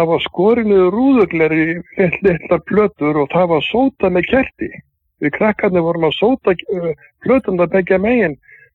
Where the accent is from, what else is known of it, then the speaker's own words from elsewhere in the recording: Vestmannaeyjar, Southern Region, Iceland; Ég var út í átti, eða ég fattur upp hann út í Vestmannaeyjum